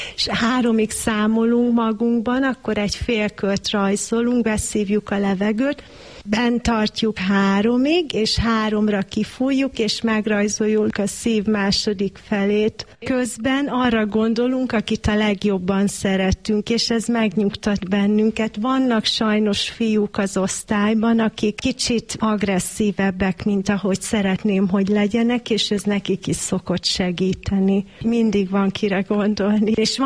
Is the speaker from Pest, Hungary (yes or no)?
no; Zaránk, Heves, Hungary; moved away as an adult; also born or lived in Kuwait; now in Eger, Hungary; Én Heves megyében nőttem fel, három településsel arrébb Zaránkon. Amikor Kuvaitban elhatároztam, hogy hazatelepülök